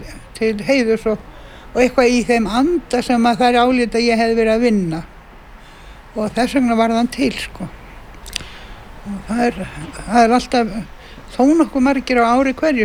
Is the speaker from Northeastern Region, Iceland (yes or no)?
no; Reykjavík, Capital Region, Iceland; Nei, ég ólstu upp í Laugarásnum.